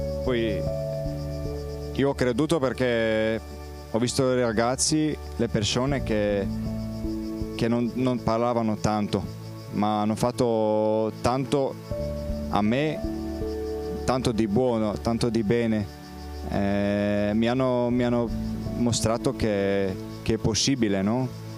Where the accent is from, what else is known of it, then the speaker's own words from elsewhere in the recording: Poland; Italian is a second language; Allora, buongiorno a tutti … vengo da Polonia.